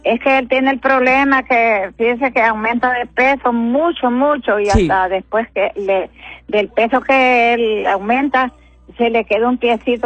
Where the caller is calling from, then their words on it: Juticalpa, Olancho, Honduras; Le estoy llamando de aquí, de Juticalpa, de una aldea, Sopilotepe.